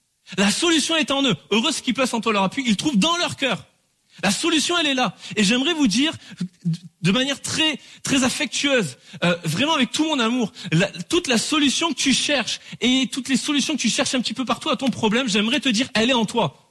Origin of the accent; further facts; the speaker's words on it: France; Et les amis, on est français, pour la grande majorité d'entre nous, en tout cas on est en France.